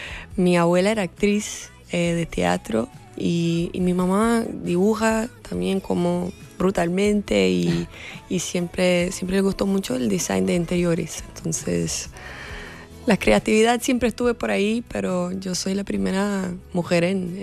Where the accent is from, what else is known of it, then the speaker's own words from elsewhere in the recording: Rio de Janeiro, Brazil; Yo soy de Río de Janeiro, la mejor ciudad del mundo.